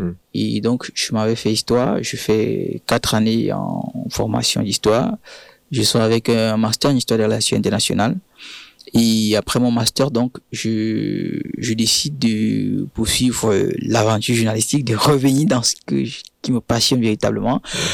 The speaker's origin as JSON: {"language": "French", "region": "West", "country": "Cameroon", "moved": "as an adult", "lives_now": "Montpellier, France", "said": "Je viens de la région de l'Ouest Cameroun."}